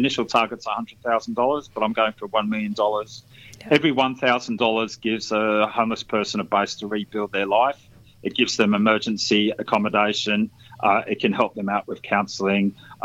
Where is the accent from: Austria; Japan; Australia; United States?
Australia; Victoria; I know down there in Victoria, I was brought up in Victoria myself.